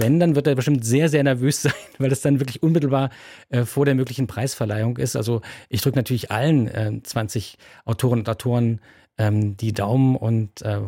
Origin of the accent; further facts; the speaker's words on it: Thuringia, Germany; ich bin Thüringer